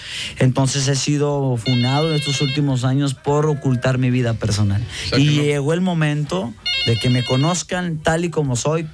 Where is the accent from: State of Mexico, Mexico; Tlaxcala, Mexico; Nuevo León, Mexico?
Nuevo León, Mexico; Monterrey; Soy de Monterrey.